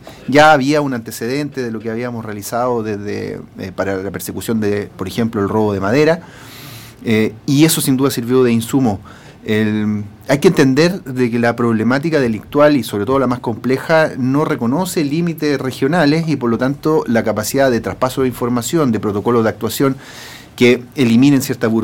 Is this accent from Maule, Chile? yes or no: no; Talcahuano, Biobío, Chile; moved away as an adult; also born or lived in Araucanía; Bueno, yo soy originario de esta región, soy de Talcahuano. Nací y me crié en el barrio de La Higuera de Talcahuano. Y estudié en Concepción, en la Alianza Francesa de Concepción, y luego en la Universidad de Concepción estudié Derecho.